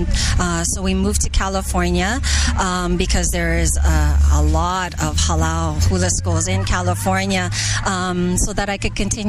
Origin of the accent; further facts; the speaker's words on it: Toronto, Ontario, Canada; even though I grew up in Toronto, there was still that community with hula.